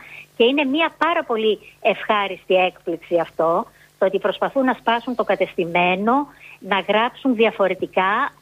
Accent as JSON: {"language": "Greek", "town": "Piraeus", "region": "Attica", "country": "Greece", "tie": "born there", "said": "Έχω γεννηθεί στην Καστέλα. Το σπίτι μου έβλεπε Σαρωνικό."}